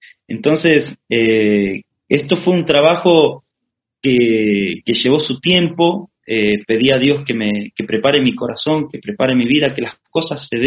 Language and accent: Spanish; Argentina; now in Brazil; acá de Brasil, donde estamos ahora. Y yo estaba en Argentina, estaba haciendo trabajos misioneros en mi país, hice en otros países también.